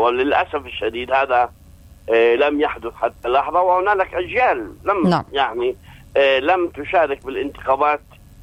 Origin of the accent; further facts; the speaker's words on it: Palestine; منا كفلسطينيين